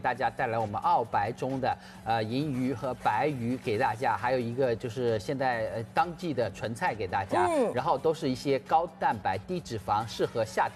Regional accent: Suzhou, Jiangsu, China; 我们苏州，因为我苏州人嘛

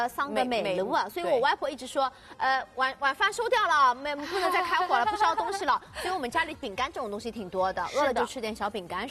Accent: Shanghai, China; 阿拉上海人从小吃到大

